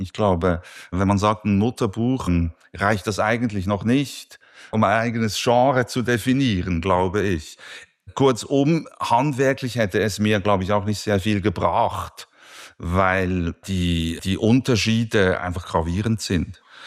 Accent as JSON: {"language": "German", "town": "Spiez", "region": "Bern", "country": "Switzerland", "tie": "born or raised there", "said": "Ich hatte gerade letzten Sonntag die Gelegenheit, meine Heimat kurz zu durchfahren, durch die Spiezer Bucht zu fahren, und dort sieht man die Viertausender des Berner Oberlandes"}